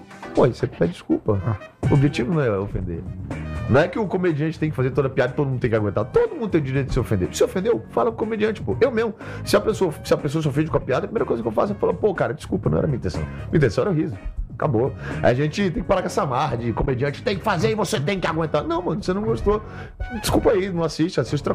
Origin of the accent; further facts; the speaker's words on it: Brazil; Eu sou humorista brasileiro.